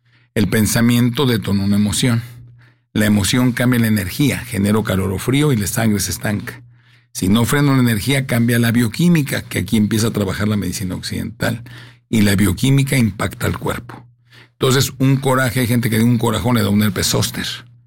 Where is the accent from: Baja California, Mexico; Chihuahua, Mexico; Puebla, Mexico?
Baja California, Mexico; Tijuana; Yo crecí en Tijuana.